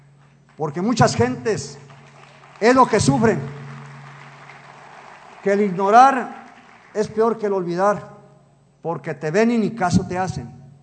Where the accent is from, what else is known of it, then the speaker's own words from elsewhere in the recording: Tepic, Nayarit, Mexico; para los que somos de Tepic